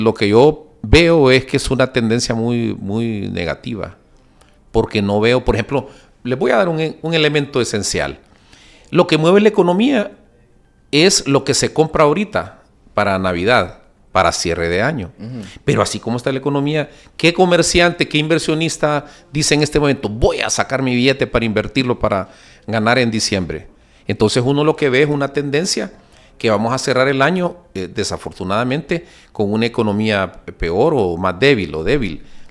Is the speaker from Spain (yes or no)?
no; Honduras